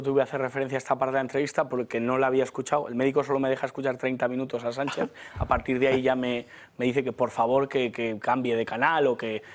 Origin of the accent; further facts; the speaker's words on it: Spain; creer que somos imbéciles los españoles.